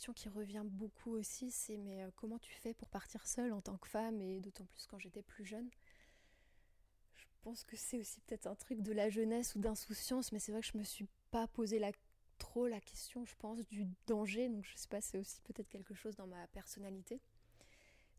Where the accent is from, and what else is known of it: France; born or raised there; moved away as an adult; also born or lived in Germany